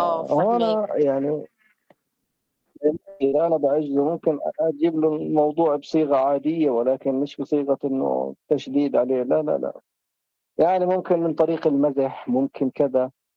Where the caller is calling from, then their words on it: Jordan; عندنا بالأردن